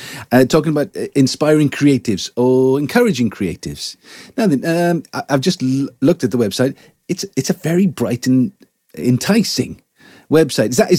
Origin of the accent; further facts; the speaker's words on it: Wales, United Kingdom; I come from Wales. We have a history of revival.